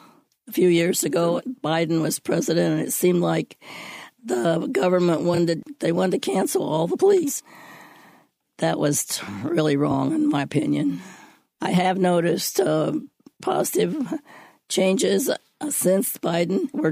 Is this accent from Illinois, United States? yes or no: yes; Urbana, Illinois, United States; I grew up in Urbana, went to Urbana High School, was in Girl Scouts, track, in the band.